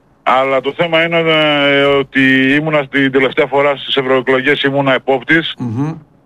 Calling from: Paliouri, Greece; από το Παλιούρι.

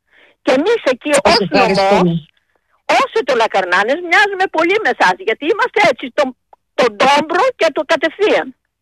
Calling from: Western Greece, Greece; Έτσι, είχαμε καπνά. Είχαμε σιτάρια, είχαμε διάφορα. Κατάγομαι από την Ετωλακαρνανία. Ξέρω τη μαύρη ζωή του αγρότη, μην νομίζετε.

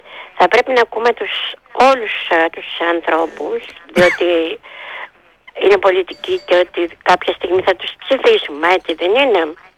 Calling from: Thessaloniki, Central Macedonia, Greece; Εδώ στη Θεσσαλονίκη.

